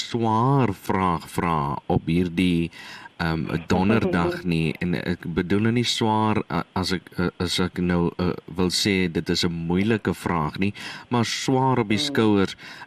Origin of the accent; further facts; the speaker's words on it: Namibia; iemand op wie ons regtig waar as Namibiërs kan trots wees